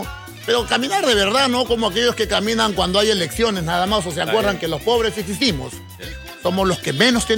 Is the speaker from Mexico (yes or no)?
no; Peru; now in Ancón, Peru; provincianos como yo, color marrón